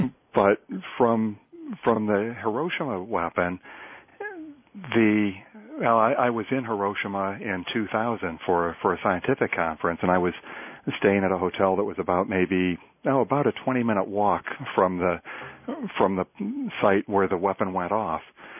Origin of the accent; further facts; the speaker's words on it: Akron, Ohio, United States; say, in my hometown of Akron, Ohio, just because the geography is different